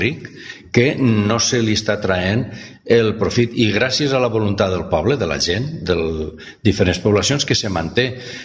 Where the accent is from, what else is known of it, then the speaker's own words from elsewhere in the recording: Valencian Community, Spain; qui perd les seues senyes per la identitat i nosaltres som valencians.